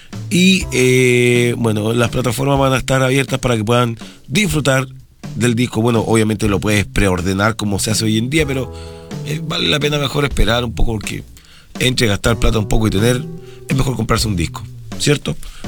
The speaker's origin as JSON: {"language": "Spanish", "country": "Chile", "said": "que yo creo que lo hicieron solamente porque somos chilenos"}